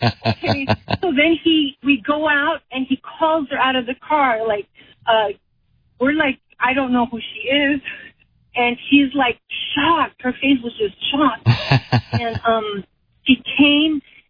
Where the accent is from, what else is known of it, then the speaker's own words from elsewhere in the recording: Los Angeles, California, United States; I'm literally from South Central.